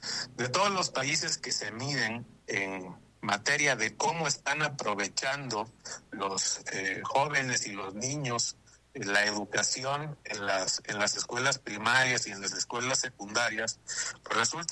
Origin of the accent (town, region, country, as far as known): Mexico